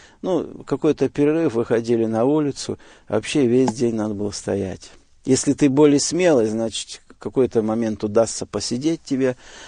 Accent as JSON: {"language": "Russian", "region": "Siberia", "country": "Russia", "tie": "born there", "lives_now": "Novosibirsk, Russia", "said": "Я родился в христианской семье, в Сибири."}